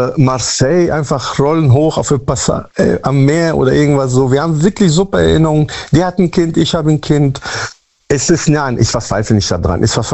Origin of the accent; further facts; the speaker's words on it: Münster, North Rhine-Westphalia, Germany; Münster-Westfalen.